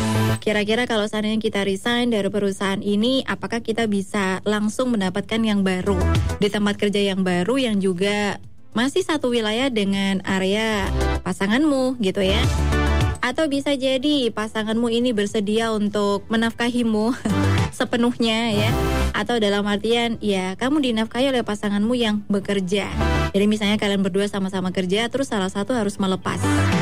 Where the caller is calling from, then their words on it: Pasuruan, East Java, Indonesia; Selamat malam Mbak Alvira, aku dari Pasuruan Kota nih.